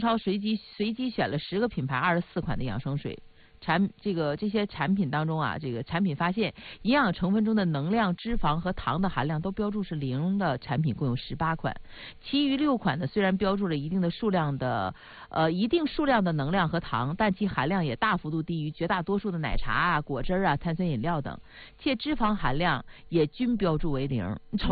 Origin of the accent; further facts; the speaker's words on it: Northeast China, China; accent: Northeastern (Dongbei); 用我们东北话说